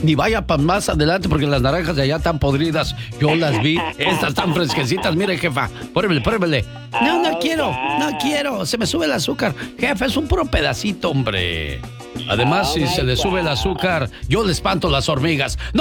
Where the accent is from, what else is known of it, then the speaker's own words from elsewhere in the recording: Zacualco de Torres, Jalisco, Mexico; now in Anaheim, United States; salí de Zacualco de Torres, Jalisco, pero Zacualco de Torres, Jalisco, nunca salió de mí.